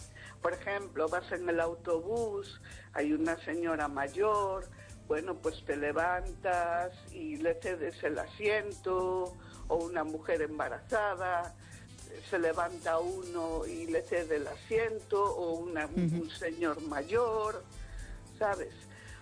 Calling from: Vigo, Galicia, Spain

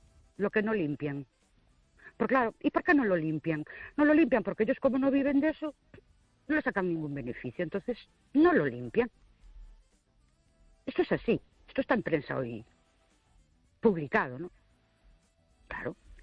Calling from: Ourense, Galicia, Spain; de Ourense.

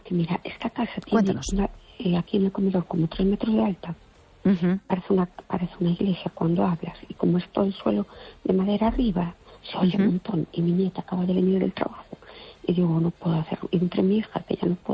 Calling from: Fene, Galicia, Spain; Y oyentes

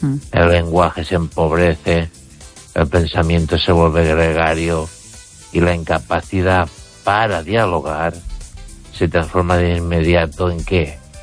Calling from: Ourense, Galicia, Spain; de Orense.

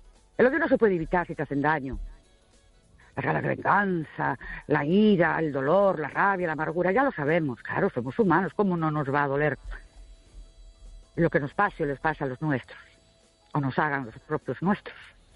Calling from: Ourense, Galicia, Spain; Buenas noches … de Orense.

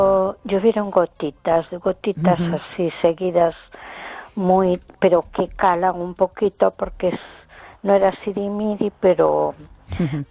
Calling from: A Coruña, Galicia, Spain; de Coruña.

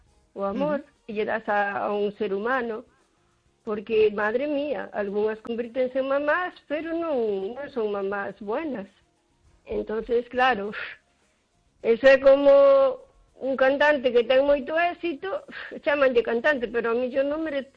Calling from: O Carballiño, Galicia, Spain; Hola, bueno … de Carballiño.

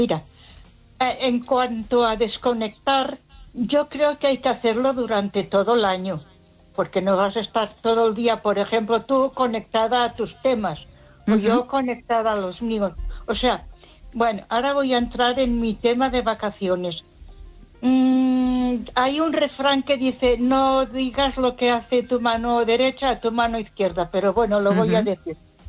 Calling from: Ponferrada, Castile and León, Spain; de Ponferrada.

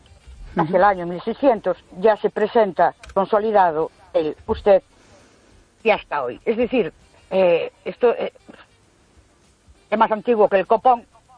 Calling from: Ourense, Galicia, Spain; de Ourense.

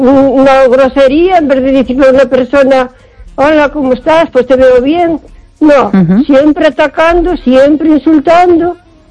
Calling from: O Carballiño, Galicia, Spain; de Carballiño.

